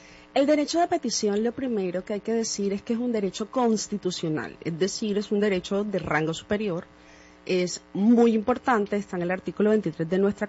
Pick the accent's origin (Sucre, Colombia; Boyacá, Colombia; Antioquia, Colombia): Sucre, Colombia; Sincelejo; el pregrado lo estudié acá en Sincelejo, en mi ciudad natal